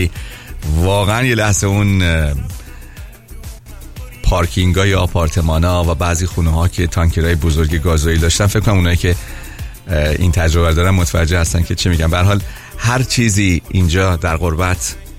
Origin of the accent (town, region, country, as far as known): Iran; moved away